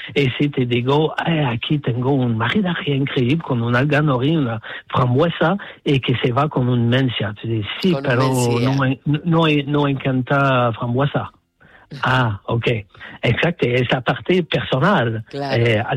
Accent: Canada; Spanish is a second language; now in Barcelona, Spain; No soy de Tenerife, soy de Canadá. Vivo en Barcelona después de 10 años

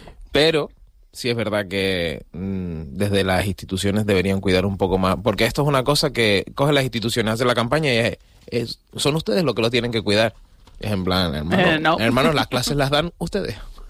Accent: Canary Islands, Spain; como somos de África, pero blanco.

